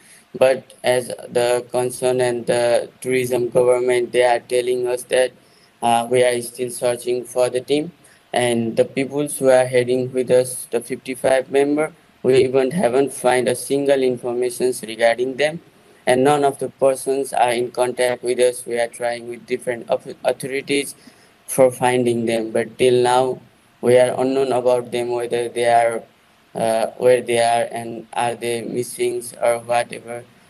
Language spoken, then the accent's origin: English; Nepal; English is a second language; Okay, thank you for having me here. So I'm … from Nepal.